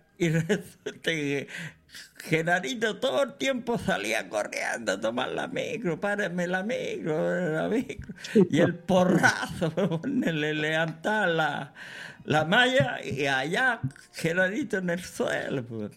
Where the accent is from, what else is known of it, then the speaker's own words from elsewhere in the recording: Isla de Maipo, Santiago Metropolitan Region, Chile; Entonces yo ahí ya me vine a la isla de Maipo.